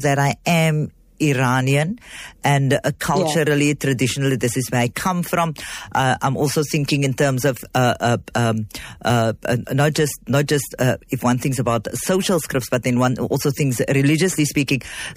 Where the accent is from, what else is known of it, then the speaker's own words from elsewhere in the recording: Gauteng, South Africa; growing up in Gauteng for the most part